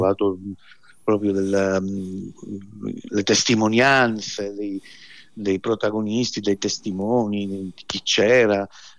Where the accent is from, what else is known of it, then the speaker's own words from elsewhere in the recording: Palermo, Sicily, Italy; born there; anche nostalgica, perché sono nato a Palermo, quindi possedevo anche una piccola barchetta, quindi lo frequentavo spesso e sento una profonda nostalgia per il mare.